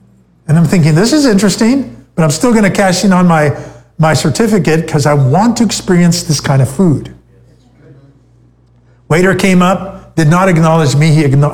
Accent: Michigan, United States; I am offended that you even mentioned my hometown, Michigan.

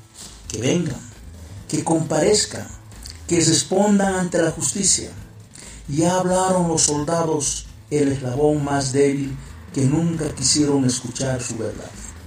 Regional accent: Bolivia; me dolió como boliviano que soy.

